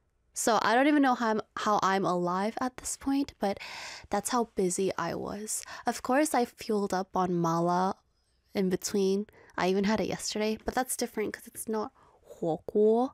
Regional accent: South Korea; I'm from Korea.

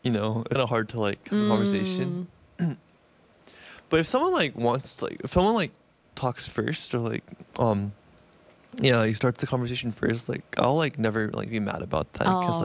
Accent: Canada; now in South Korea; from Canada, and I've been living in Korea for 4 years.

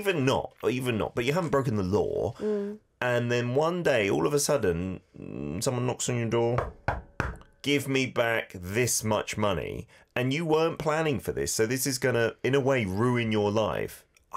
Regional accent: United Kingdom; Are you going to take away half my assets? Because I'm British.

